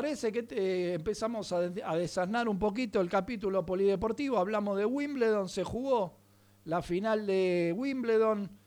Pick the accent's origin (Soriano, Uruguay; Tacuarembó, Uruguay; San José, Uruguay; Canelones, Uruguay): Soriano, Uruguay; Mercedes; mi pueblo, en Mercedes